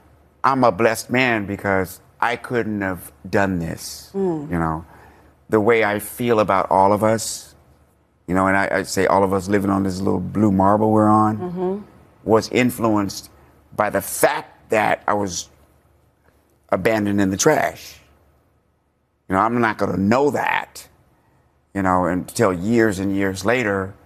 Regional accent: Washington, District of Columbia, United States; born or raised there; moved away

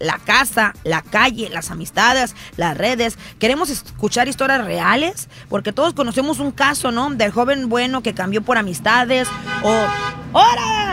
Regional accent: Mexico; now in United States; En México, por ejemplo, a lo mejor, pues yo crecí en México, mi hijo está creciendo en este país

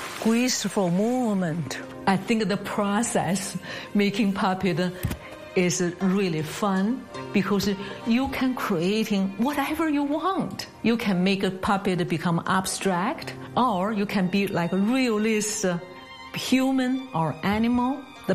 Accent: Beijing, China; English is a second language; moved away as an adult; now in United States; I'm a puppet artist. My company name is Visual Expressions. I'm born from Beijing, China, and then I moved to America 2000.

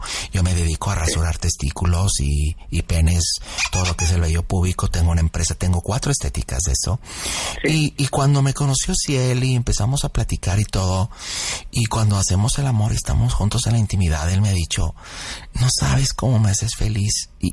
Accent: Sonoyta, Sonora, Mexico; born there; Mire, yo tengo 26 años y yo nací en Sonoita. Ahí sí. Viví hasta los 4.

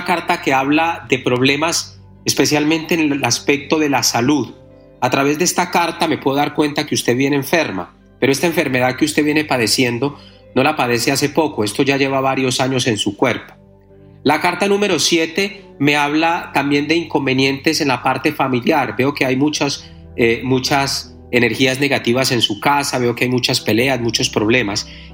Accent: Catemaco, Veracruz, Mexico

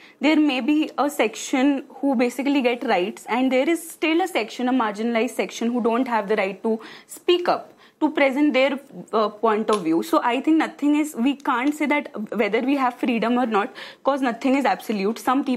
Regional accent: Odisha, India; now in Delhi, India; Hello, sir. … I am from Odisha. Currently, I am pursuing sociology honors and I'm a first year student at Hindu College, Delhi University.

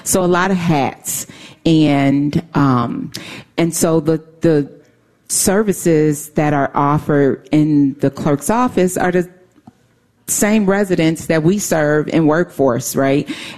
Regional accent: Chicago, Illinois, United States; moved away as an adult; now in Will County, United States; Born and raised in Chicago, been in Will County for 20-plus years.

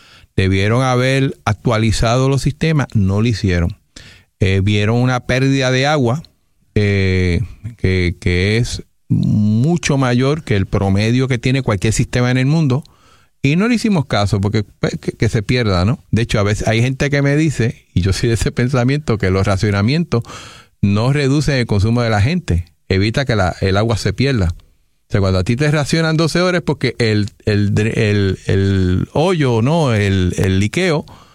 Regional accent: Puerto Rico; yo obviamente soy del área del Valle del Turabo

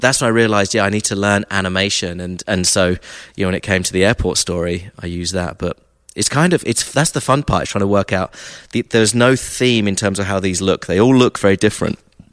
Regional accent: Brighton, South East England, United Kingdom; also born or lived in Nashville; now in Atlanta, United States; I'm from the south coast of England, Brighton.

